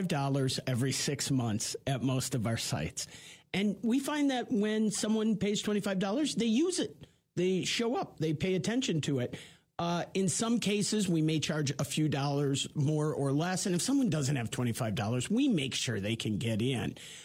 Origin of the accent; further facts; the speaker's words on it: Clintonville, Wisconsin, United States; When I grew up in Clintonville, that's what I thought. It was down in the big cities.